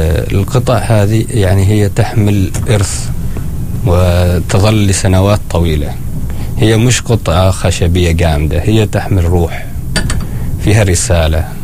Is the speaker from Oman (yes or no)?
yes; Oman; الثيمة الخاصة فينا نحن كعمانيين